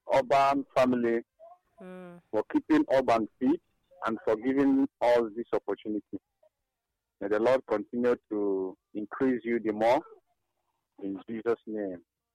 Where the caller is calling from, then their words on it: Ishieke, Ebonyi, Nigeria; I'm calling you from Ishieke in Ebonyi State.